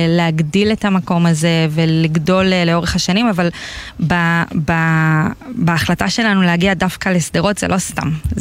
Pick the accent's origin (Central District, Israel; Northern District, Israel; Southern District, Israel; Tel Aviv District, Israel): Southern District, Israel; Meitar; now in Beersheba, Israel; אני, כן, אני אישית לא מהעטף, אני גדלתי במיתר ואני היום בבאר שבע